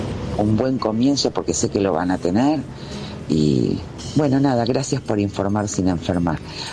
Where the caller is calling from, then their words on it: Carapachay, Buenos Aires Province, Argentina; Carapachay